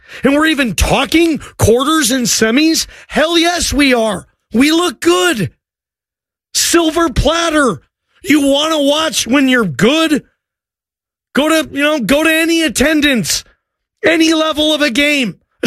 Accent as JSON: {"language": "English", "country": "United States", "said": "Americans, we have just different sports all together."}